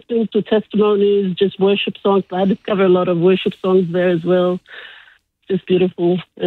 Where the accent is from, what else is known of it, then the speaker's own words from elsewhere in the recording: Kalgoorlie, Western Australia, Australia; now in Brisbane, Australia; So I grew up in Kalgoorlie, and my mother used to listen to Vision Radio all the time.